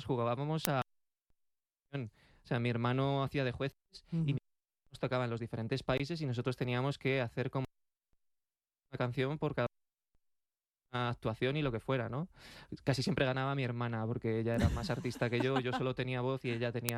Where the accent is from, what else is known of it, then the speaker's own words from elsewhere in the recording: Alcalá de Henares, Community of Madrid, Spain; yo soy de Alcalá de Henares, nacido